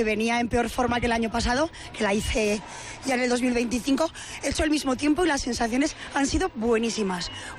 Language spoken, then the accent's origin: Spanish; Albalate del Arzobispo, Aragon, Spain; De Albalate del Arzobispo, un pueblecito de Teruel.